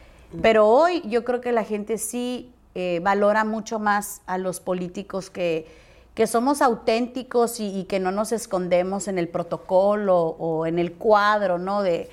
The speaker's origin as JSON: {"language": "Spanish", "town": "San Luis Río Colorado", "region": "Sonora", "country": "Mexico", "said": "los políticos de mi tierra y de San Luis Río Colorado."}